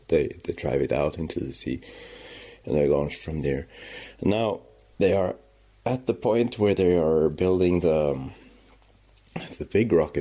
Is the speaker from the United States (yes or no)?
no; Norway; English is a second language; moved away as an adult; now in Berlin, Germany; I'm from Norway, but I've been living in Berlin since about a bit on and off for the last 10 years.